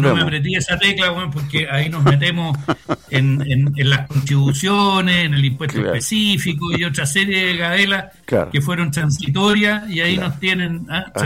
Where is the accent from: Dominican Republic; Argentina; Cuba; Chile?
Chile